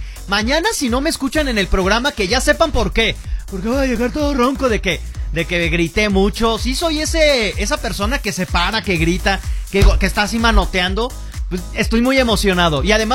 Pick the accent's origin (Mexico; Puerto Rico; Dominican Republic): Mexico; pero somos mexicanos, entonces también